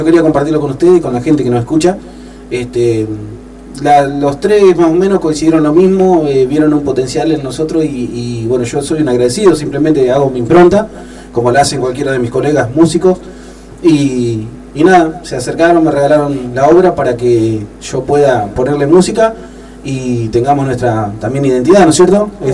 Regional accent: General Conesa, Argentina; somos de acá de General Conesa, de este pueblo tan chiquito, pero bueno, con un corazón gigante

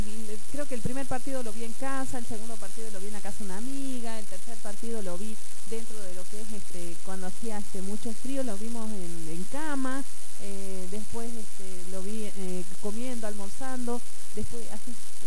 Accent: Argentina; si no sufrimos, no somos argentinos, ¿no?

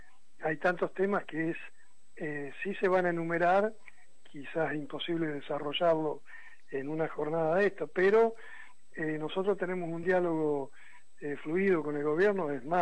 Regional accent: Argentina; como argentinos no le tenemos miedo a la competencia

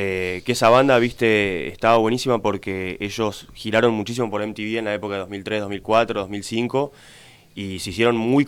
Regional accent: Reconquista, Santa Fe, Argentina; volver a encontrarnos con el público reconquistense

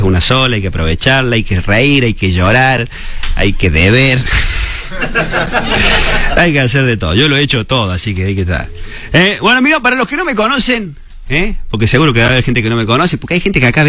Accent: Córdoba, Argentina; soy humorista cordobés

